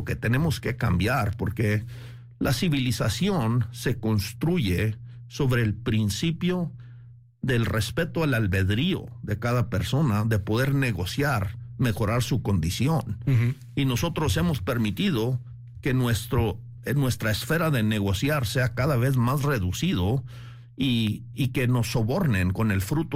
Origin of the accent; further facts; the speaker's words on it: Chihuahua, Mexico; born there; Yo nací en Chihuahua y pues realmente me considero un mexicano.